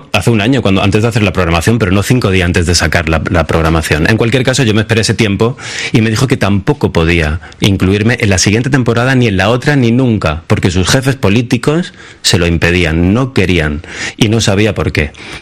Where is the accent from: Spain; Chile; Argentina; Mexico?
Spain; Yo, como cualquier español, no conocía más allá de que lo del brazo incorrupto de Santa Teresa